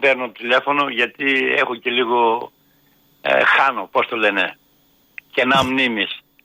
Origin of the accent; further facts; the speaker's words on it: Sarakina, Thessaly, Greece; now in Theopetra, Greece; Σαρακίνα είναι το χωριό μου. Αλλά μένω στη Θεόπετρα, εδώ που έχει.